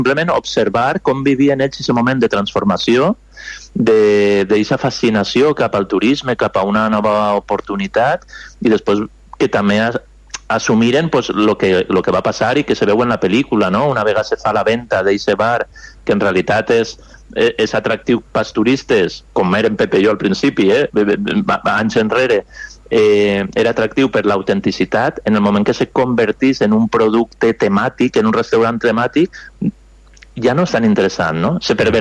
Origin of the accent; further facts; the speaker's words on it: Valencia, Valencian Community, Spain; nosaltres que som de València